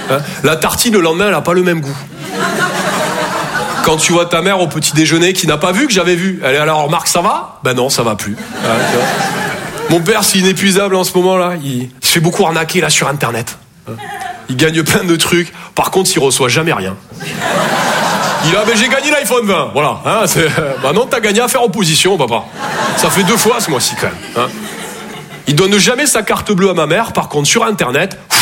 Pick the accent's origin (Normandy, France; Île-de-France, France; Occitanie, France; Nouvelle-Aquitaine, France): Occitanie, France; Toulouse